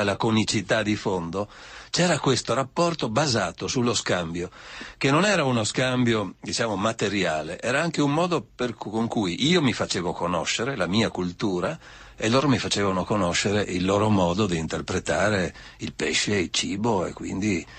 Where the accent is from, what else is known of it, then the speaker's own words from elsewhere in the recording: Trieste, Friuli-Venezia Giulia, Italy; io sono di Trieste.